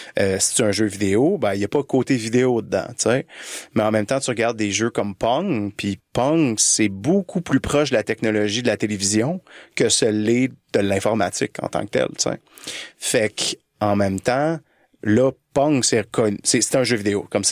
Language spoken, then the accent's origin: French; Laval, Quebec, Canada; now in Montreal, Canada; moi, j'ai grandi à Laval. Là, maintenant, je suis à Montréal, j'ai passé un petit peu de temps en Ontario.